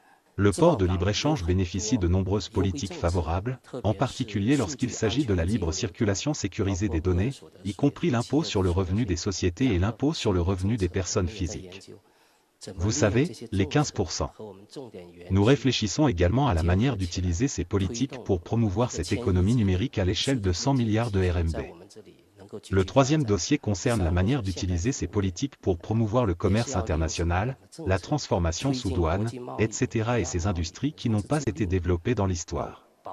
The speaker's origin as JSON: {"language": "French", "country": "Tanzania", "said": "Comme je viens de Tanzanie, la Tanzanie est un beau pays d'Afrique"}